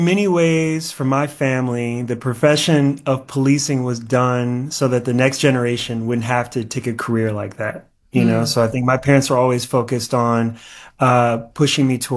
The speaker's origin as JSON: {"language": "English", "town": "Cleveland", "region": "Ohio", "country": "United States", "tie": "born or raised there", "said": "And when I came to Cleveland to report on it for the Marshall Project, because that was my hometown"}